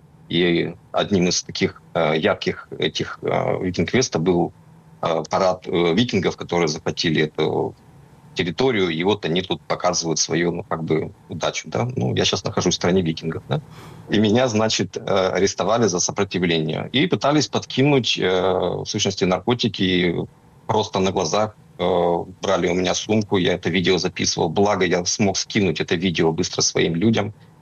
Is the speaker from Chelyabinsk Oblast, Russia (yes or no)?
no; Murmansk Oblast, Russia